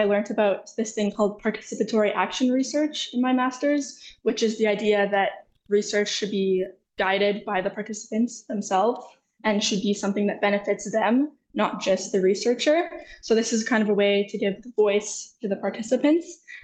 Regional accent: Calgary, Alberta, Canada; moved away as an adult; now in Victoria, Canada; So I grew up in Calgary, but I moved to Victoria to do my master's

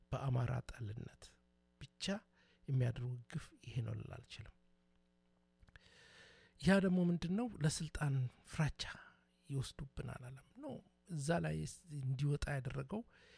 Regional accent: Dire Dawa, Ethiopia; የፈለገውን በኢትዮጵያ ውስጥ እኔ ድሬዳዋ ተወልጄ ነው ያደኩት። ወደ አዲስ አበባ መጣለሁ፣ ወደ ጅማ ሄዳለሁ፣ ድሬዳዋ፣ ሐረር ከሁሉ ቤተሰብ በብሔረሰብ ጋር ነው።

